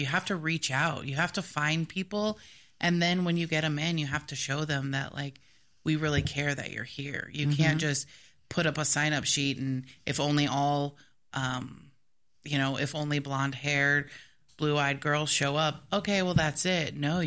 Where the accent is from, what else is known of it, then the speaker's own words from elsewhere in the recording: Philippines; So myself and the other creative producing director, Kevin Corpuz, we are both Filipino.